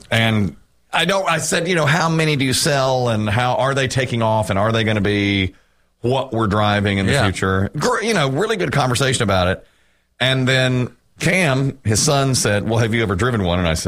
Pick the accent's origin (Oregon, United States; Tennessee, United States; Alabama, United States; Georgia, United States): Georgia, United States; Ashburn; Wayne Thomas Chevrolet in Ashburn, my hometown, is considering doing some advertising.